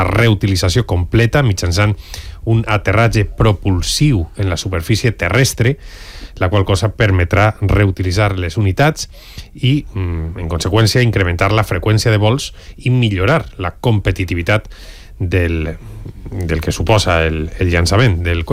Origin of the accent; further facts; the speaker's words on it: Valencian Community, Spain; Ens felicitem com a valencians de tindre estos genis ací a Elx.